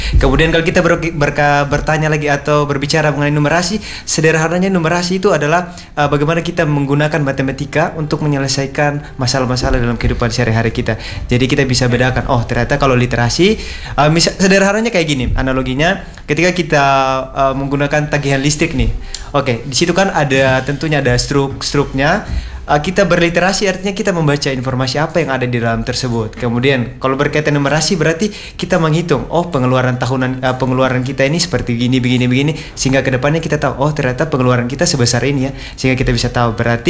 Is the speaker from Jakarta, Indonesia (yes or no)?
no; Sumba, East Nusa Tenggara, Indonesia; now in Kupang, Indonesia; Dari kata … mungkin tahu, itu dari Sumba.